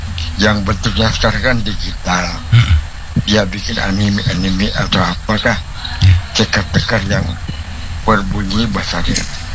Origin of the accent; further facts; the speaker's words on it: Samarinda, East Kalimantan, Indonesia; also born or lived in Java; Dulu saya asli orang Samarinda, orang Kaking, tapi saya lama di Jawa Pak.